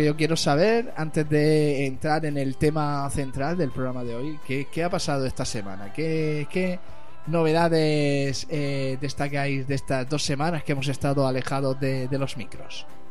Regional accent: Las Torres de Cotillas, Region of Murcia, Spain; Yo que soy torreño, que soy de las Torres de Cotillas

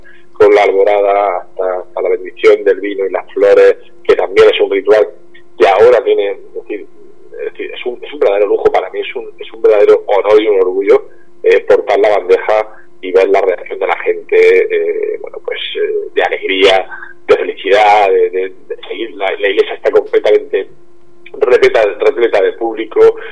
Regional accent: Caravaca de la Cruz, Region of Murcia, Spain; Me siento muy orgulloso de mi pueblo

